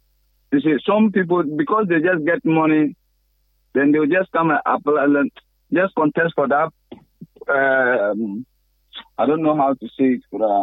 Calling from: North East Region, Ghana; I'm from Northeast region.

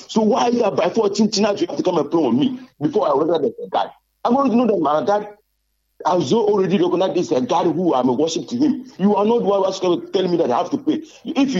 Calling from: Ghana; I'm speaking as a Ghanaian.

